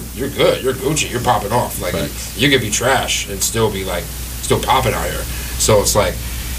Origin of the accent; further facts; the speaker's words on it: California, United States; I'm from California